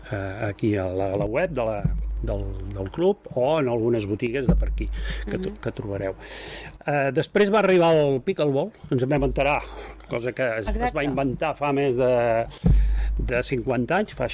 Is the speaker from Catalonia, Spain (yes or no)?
yes; Manresa, Catalonia, Spain; Jo sóc manresà, fill d'empresaris